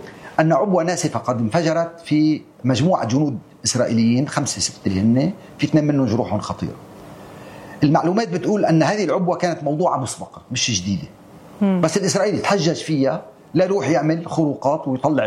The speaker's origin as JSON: {"language": "Arabic", "country": "Lebanon", "said": "نحن كلبنانيين ما كان لنا علاقة بالحرب"}